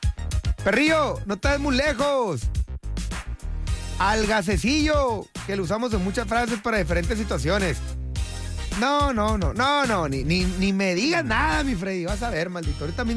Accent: Mexico; Y soy mexicano y me gusta

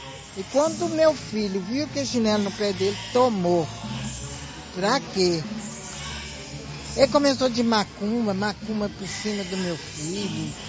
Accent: Rio de Janeiro, Brazil; Eu vim de Vila Isabel.

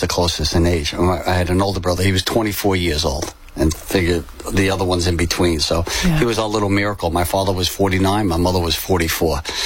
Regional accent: Staten Island, New York, United States; came back and lived with me on Staten Island. We're all from Staten Island.

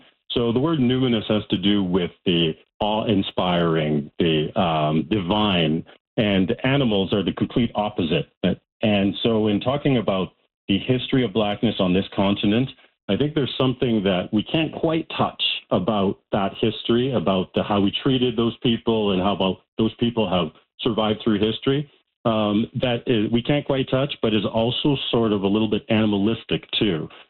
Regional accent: Alberta, Canada; born or raised there

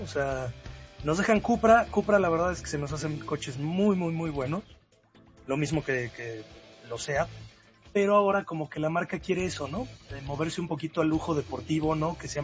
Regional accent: Coapa, Mexico City, Mexico; Yo, por ejemplo, yo que crecí, claro, en Cuapa y que viví en Cuapa

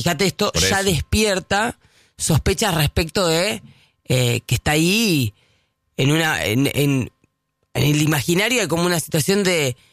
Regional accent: Argentina

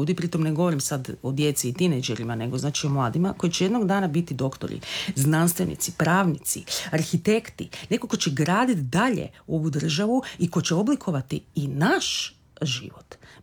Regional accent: Veliki Drvenik island, Split-Dalmatia County, Croatia; rodom sa otoka Veliki Drvenik, odakle sam i ja i moj otac i moja familija.

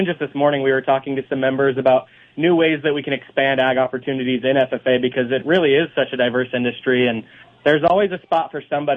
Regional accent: Belle Fourche, South Dakota, United States; both of us are from a little ways away. I'm from Belle Fourche.

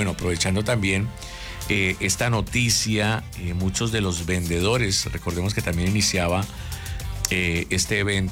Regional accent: Colombia; la invitación para que todos los bumangueses y como buenos colombianos nos unamos más fuertes que nunca.

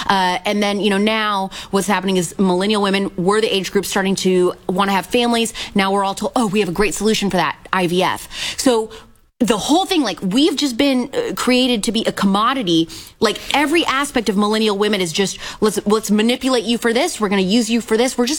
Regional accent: Midwest, United States; I'm from the Midwest.

